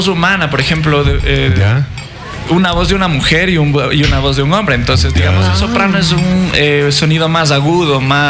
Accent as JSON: {"language": "Spanish", "town": "Ambato", "region": "Tungurahua", "country": "Ecuador", "also_born_or_lived": "Phoenix, Arizona, United States", "moved": "as an adult", "said": "como ecuatoriano, como ambateño"}